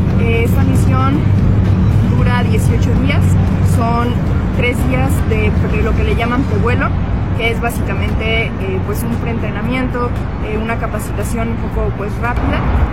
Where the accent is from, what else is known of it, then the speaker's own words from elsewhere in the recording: Durango, Mexico; tengo 22 años, soy de aquí de Durango